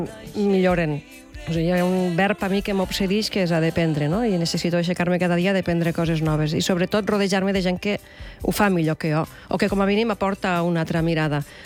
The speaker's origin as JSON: {"language": "Catalan", "region": "Catalonia", "country": "Spain", "accent": "Tortosí", "said": "perquè com jo defenso molt el tortosí, que és el meu accent, volia que en aquest disc hi haguessin els accents de tots els llocs on fem servir aquesta llengua tan bonica"}